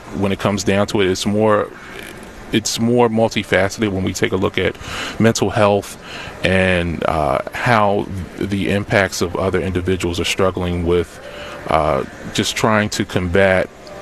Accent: Philadelphia, Pennsylvania, United States; I grew up in West Philly

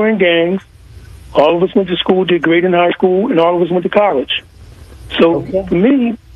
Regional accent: Mansfield, Ohio, United States; I grew up in Mansfield, a black bottom, as we call it.

